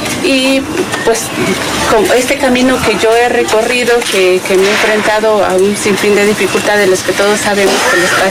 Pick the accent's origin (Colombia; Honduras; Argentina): Honduras; Óscar también es hondureño